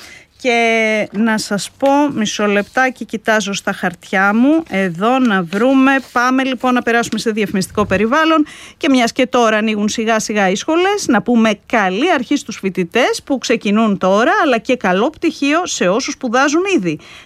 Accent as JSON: {"language": "Greek", "town": "Marousi", "region": "Attica", "country": "Greece", "tie": "born or raised there", "said": "θα πάμε στο Μαρούσι, την ιδιαίτερη πατρίδα μου."}